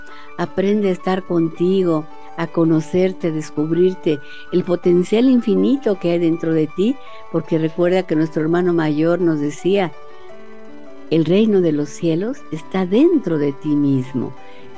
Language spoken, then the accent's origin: Spanish; Mexico; somos todos mexicanos